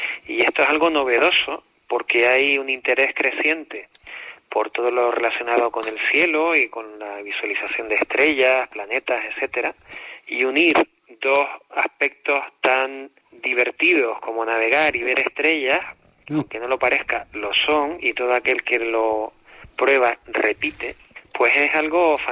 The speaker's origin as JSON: {"language": "Spanish", "region": "Canary Islands", "country": "Spain", "said": "nos une como canarios"}